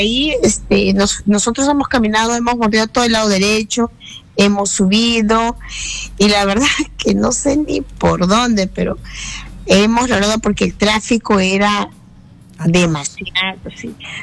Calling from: Ventanilla, Callao, Peru; yo que vengo de Ventanilla

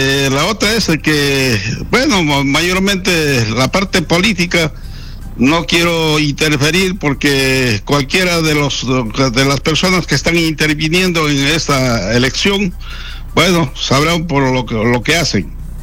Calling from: Nazca, Ica, Peru; Me llamo de Nazca.

